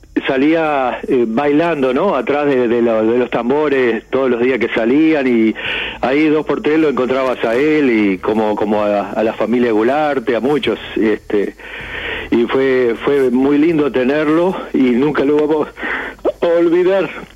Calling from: Montevideo, Uruguay; Soy de Durazno y Salto, cerca de tu casa.

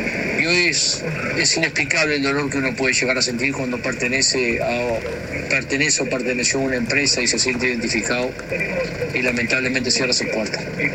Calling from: Melo, Cerro Largo, Uruguay

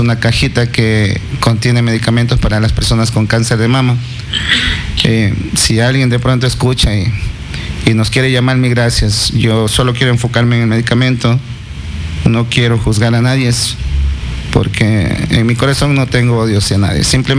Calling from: Ambato, Tungurahua, Ecuador; Yo vivo en Huachichico

